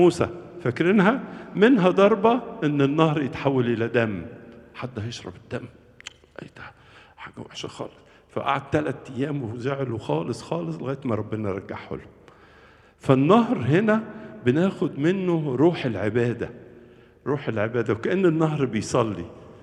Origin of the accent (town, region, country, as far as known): Egypt